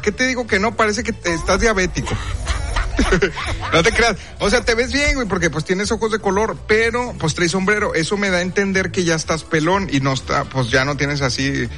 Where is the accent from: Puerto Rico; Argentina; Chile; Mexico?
Mexico; Santa Catarina, Nuevo León; yo soy de Santa Catarina